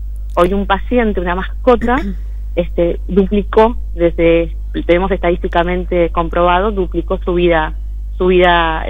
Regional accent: Argentina; somos de Buenos Aires, sí, y tenemos la posibilidad hermosa de viajar por todo nuestro país

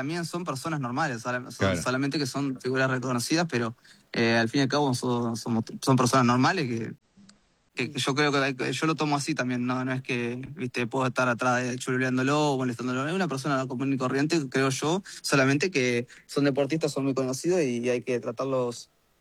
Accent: Paraná, Entre Ríos, Argentina; Y están mis padres, mi familia, en Paraná, de donde soy yo.

